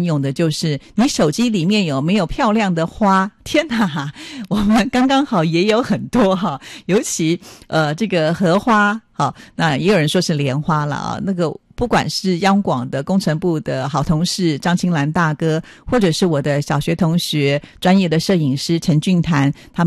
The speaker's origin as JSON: {"language": "Chinese", "country": "Taiwan", "said": "我来自台湾嘛"}